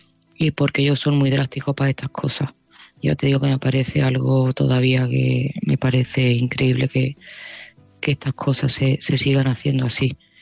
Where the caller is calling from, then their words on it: Seville, Andalusia, Spain; de Sevilla